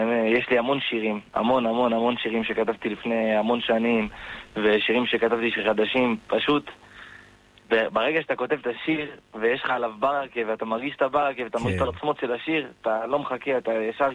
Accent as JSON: {"language": "Hebrew", "town": "Safed", "region": "Northern District", "country": "Israel", "said": "בן 20, אני מצפת, כרגע משרת בצבא"}